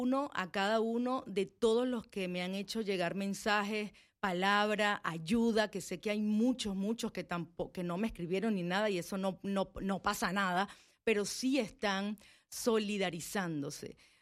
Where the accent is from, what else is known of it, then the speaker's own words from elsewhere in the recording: Venezuela; moved away as an adult; now in Panama; soy venezolana ya radicada acá en Panamá y agradecida de Panamá desde hace 11 años.